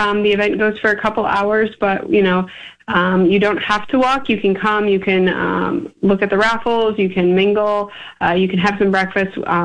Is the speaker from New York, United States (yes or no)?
yes; Liverpool, New York, United States; So I am originally from Syracuse, Liverpool, exactly.